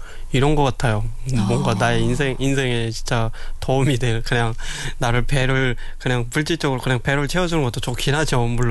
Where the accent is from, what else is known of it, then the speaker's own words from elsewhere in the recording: North Korea; 제가 북한에서 왔잖아요